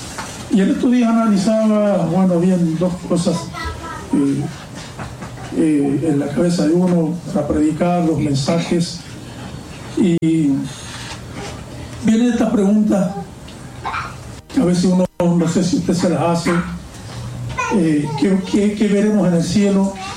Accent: Chile; born there; yo nací en Chile, mi procedencia, mis raíces son de Chile, nací en Chile.

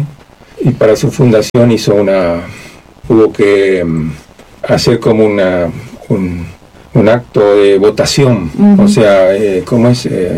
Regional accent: Uruguay; born there; Yo quiero decir primero que yo nací en Uruguay.

